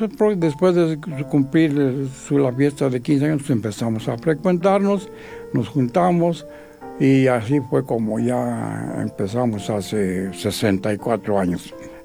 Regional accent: Mexico City, Mexico; born there; now in Pachuca, Mexico; porque sin la I no soy yo. Yo nací en el Distrito Federal, hoy le dicen Ciudad de México, y ya tenemos aquí en Hidalgo, desde Tulancingo y Pachuca, 45 años viviendo aquí.

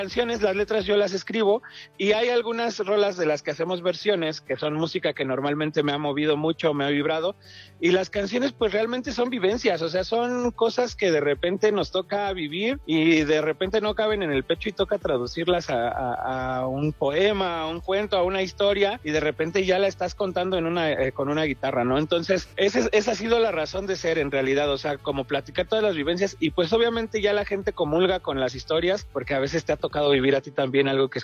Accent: Mexico City, Mexico; Y bueno, pues soy también de aquí de la Ciudad de México, aunque he estado a lo largo de mi vida en muchos lugare

